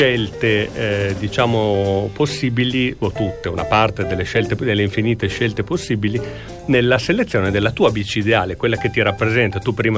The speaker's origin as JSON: {"language": "Italian", "town": "Milan", "region": "Lombardy", "country": "Italy", "also_born_or_lived": "Bologna"}